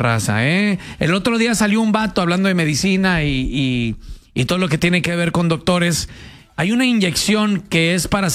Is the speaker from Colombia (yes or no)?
no; Mexico; Pero como buenos mexicanos, yo no sé si buenos mexicanos o es parte de la cultura latina que decimos